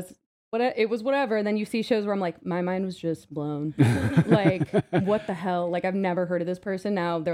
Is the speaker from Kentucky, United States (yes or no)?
no; New Jersey, United States; now in New York, United States; I grew up in New Jersey.